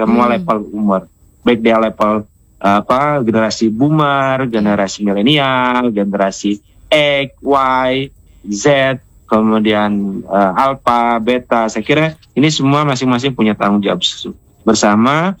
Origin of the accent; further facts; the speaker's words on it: Lampung, Indonesia; bahwa kita orang Lampung